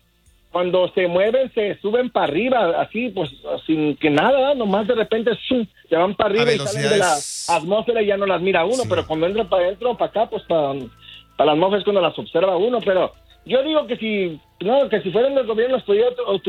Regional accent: Tepame, Colima, Mexico; soy de Tepame, es un saludo a la gente de Tepame

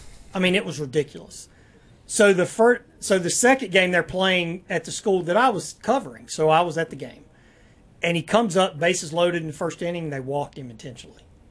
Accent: South Carolina, United States; born there

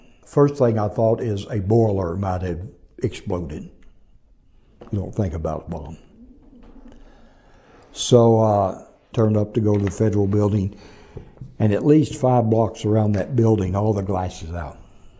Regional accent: Arkansas, United States; I'm from Arkansas.

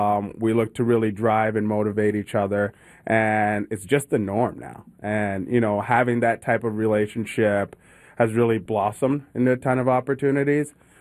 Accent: Sioux Falls, South Dakota, United States; I'm from Sioux Falls, South Dakota.

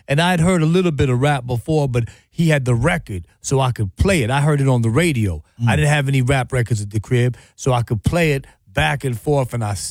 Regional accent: Milwaukee, Wisconsin, United States; also born or lived in Los Angeles, United States / Chicago, United States / Gary, United States; But I was raised in Milwaukee, so all those other places I can't really claim, and I don't claim.

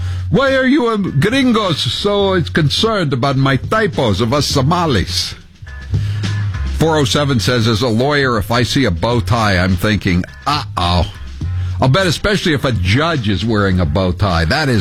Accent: New England, United States; Some people don't have a problem with Hotchkiss or bow ties. I come from New England.

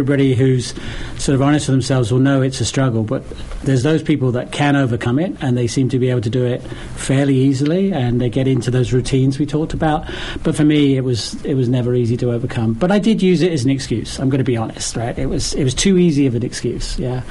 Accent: United Kingdom; moved away as an adult; now in United States; Originally from the U.K., but when I came here, met my wife here, and we both worked locally in Norwell.

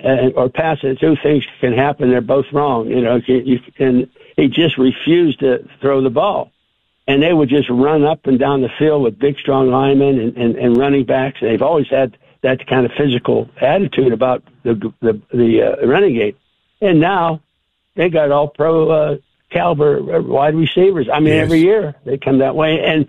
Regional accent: Pennsylvania, United States; I grew up in Western Pennsylvania, and my interest stopped at the Golden Triangle. I knew about Penn State and West Virginia and Pitt.

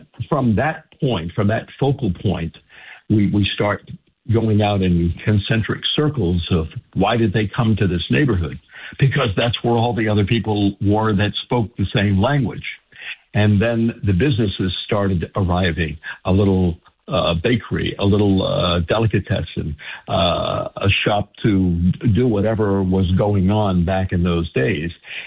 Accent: Portland, Maine, United States; I grew up in that area. I grew up in the Little Italy

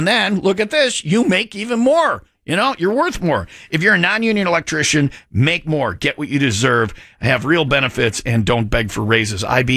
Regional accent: Wisconsin, United States; I grew up as a hoodlum in Wisconsin.

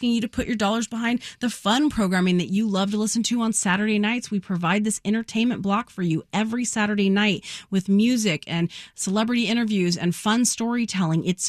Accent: Los Angeles, California, United States; I grew up in Los Angeles, so I don't know what real tree camouflage is.

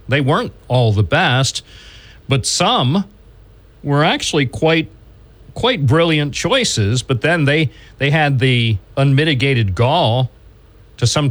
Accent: United States; as an American

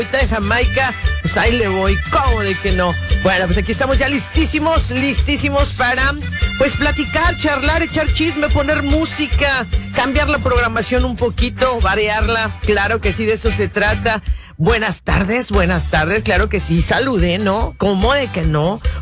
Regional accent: Guadalajara, Jalisco, Mexico; now in Green Bay, United States; Y aparte soy de Guadalajara, 5. Y aparte vivo en Green Bay

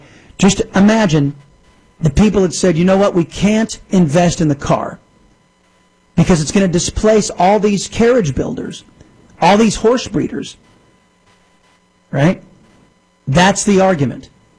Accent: United States; we Americans

